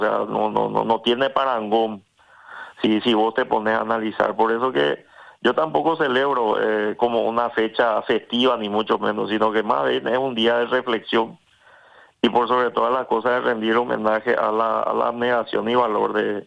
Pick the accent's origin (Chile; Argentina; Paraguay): Paraguay